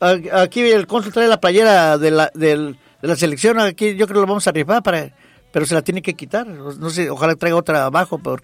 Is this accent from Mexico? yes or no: yes; Mexico; como nosotros somos mexicanos, es un orgullo el ser mexicano.